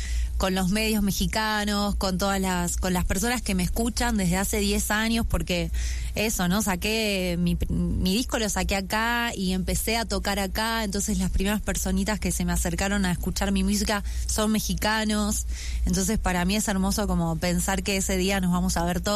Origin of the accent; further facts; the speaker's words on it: Buenos Aires, Argentina; now in Mexico; Sí, siendo de Argentina. Realmente yo me siento muy agradecida con este país por todo lo que me ha dado, o sea, todo lo que me ha dado con mi música, y realmente yo siento que en mi forma de hacer canciones convive mucho como toda mi vida en Buenos Aires, mi familia